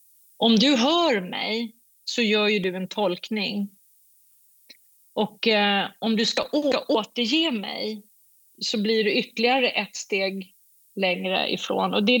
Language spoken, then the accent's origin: Swedish; United Kingdom; Swedish is a second language; Jag kommer från Storbritannien och jag vet hur jag ska säga saker.